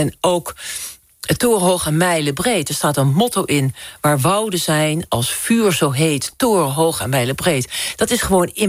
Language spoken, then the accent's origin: Dutch; Drenthe, Netherlands; ik kom uit Drenthe, dus daar waren ook de paardenmarkten en de veemarkten en dat soort dingen.